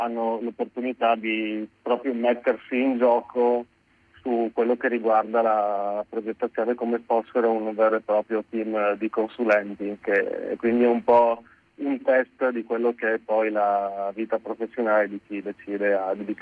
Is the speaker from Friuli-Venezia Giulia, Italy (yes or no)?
yes; Friuli-Venezia Giulia, Italy; E siccome anche sono sempre stato fuori regione, mi sono friulano, dopo la fine delle superiori sono stato parecchio in giro